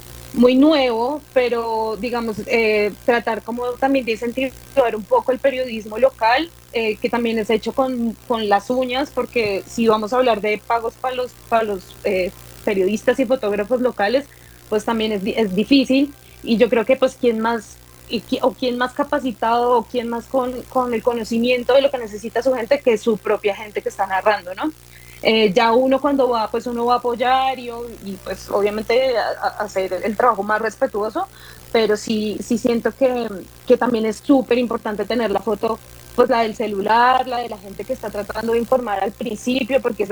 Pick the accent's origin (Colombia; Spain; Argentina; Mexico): Colombia; Bogotá; yo, por lo menos yo soy de Bogotá y como ir a reportar y esto, también me parece súper importante complementar la información con la gente local